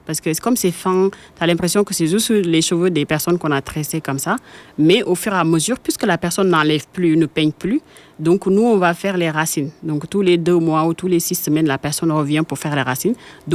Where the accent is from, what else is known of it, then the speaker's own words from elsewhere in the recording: Senegal; en tant que Sénégalais